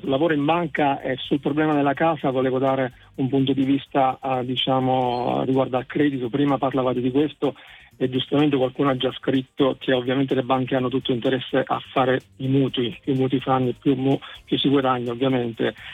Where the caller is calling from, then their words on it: Modica, Sicily, Italy; Da Modica.